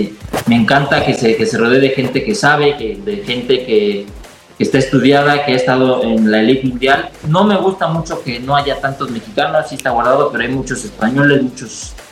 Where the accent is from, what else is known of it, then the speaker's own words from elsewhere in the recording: Mexico; creo que como aficionado, como mexicano, lo que quiero y lo que mi sueño es, si algún día me muero, ver campeón del mundo a México.